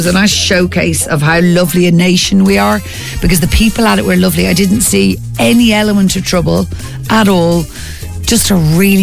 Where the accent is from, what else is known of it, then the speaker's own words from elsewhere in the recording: Ireland; it made me very proud as a nation for being Irish